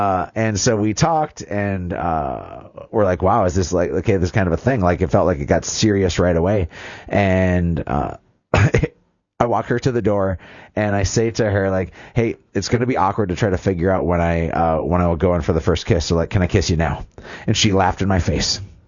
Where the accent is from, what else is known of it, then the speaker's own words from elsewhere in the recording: Fargo, North Dakota, United States; And somebody who's born and raised in Fargo